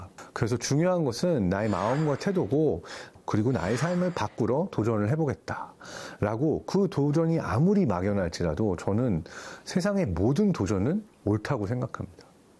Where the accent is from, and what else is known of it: South Korea